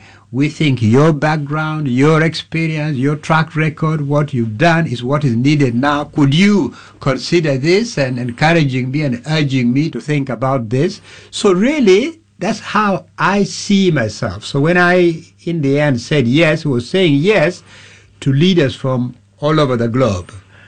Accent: Uganda; So really, yes, I'm from Uganda, very proud to be from Uganda. I'm from Africa.

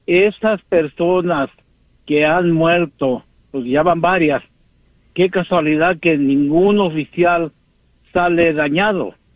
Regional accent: Mexico; now in United States; Somos mexicanos y nos conocemos hasta en la voz que de lo que hablamos.

